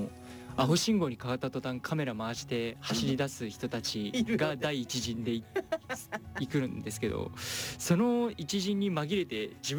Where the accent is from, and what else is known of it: Nagoya, Aichi, Japan; now in Tokyo, Japan